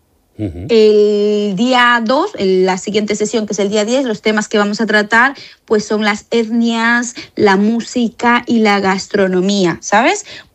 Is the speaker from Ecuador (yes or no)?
yes; Riobamba, Chimborazo, Ecuador; now in Spain; Si estás en la cordillera de los Andes, de donde soy yo, en Riobamba